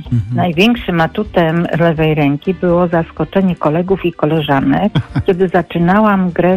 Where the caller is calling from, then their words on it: Bydgoszcz, Kuyavian-Pomeranian Voivodeship, Poland; z Bydgoszczy.